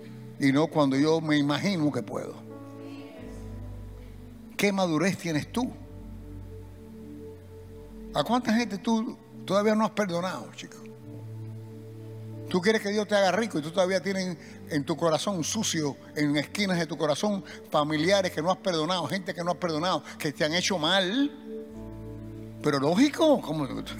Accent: Cuba; Y yo soy cubano

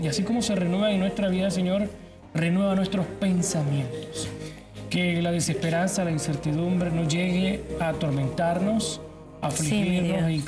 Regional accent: Chitré, Herrera, Panama; Allá en mi tierra, en Chitre, nosotros café mascado o sin mascar.

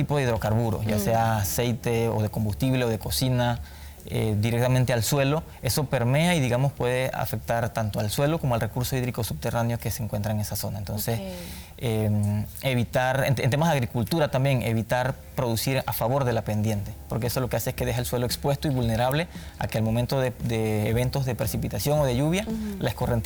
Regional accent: Panama; como ciudadanía, como pueblo panameño

